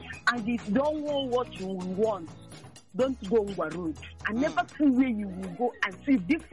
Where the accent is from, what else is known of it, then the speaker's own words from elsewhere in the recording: Onitsha, Anambra, Nigeria; I was born in Anambra State.